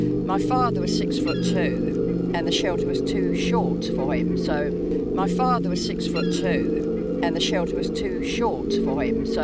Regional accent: London, United Kingdom; born there; I was born in London

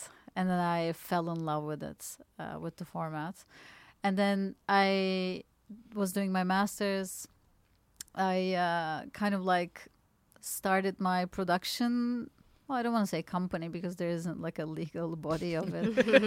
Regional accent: Istanbul, Turkey; moved away as an adult; now in Berlin, Germany; I come from Turkey and I did not do comedy back when I lived in Istanbul. I moved here for my studies and.

